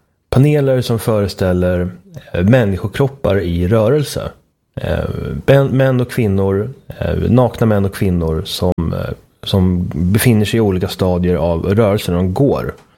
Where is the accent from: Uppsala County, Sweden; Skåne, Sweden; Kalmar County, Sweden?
Uppsala County, Sweden; Uppsala; Ja, en väldigt intressant kulturstrid från min hemstad. Min hemstad som blir svårare och svårare att känna stolthet och kärlek inför.